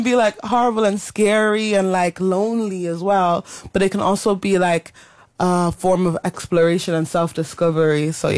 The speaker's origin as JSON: {"language": "English", "country": "Ireland", "said": "I'm Irish. I'm Irish. I'm one of you."}